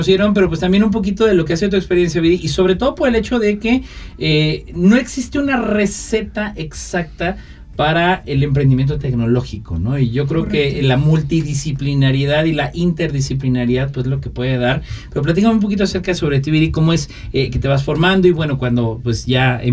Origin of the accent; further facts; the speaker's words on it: Mexico City, Mexico; born there; moved away; los que nacimos allá en la Ciudad de México, sí. Bueno, en el Distrito Federal todavía.